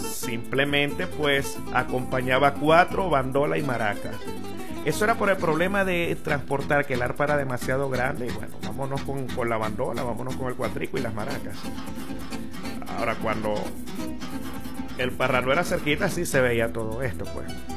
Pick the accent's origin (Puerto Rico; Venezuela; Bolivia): Venezuela; nosotros como buenos venezolanos